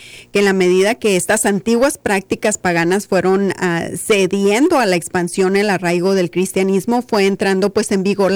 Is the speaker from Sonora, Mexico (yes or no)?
yes; Agua Prieta, Sonora, Mexico; sí recuerdo que soy de Agua Prieta, ¿no?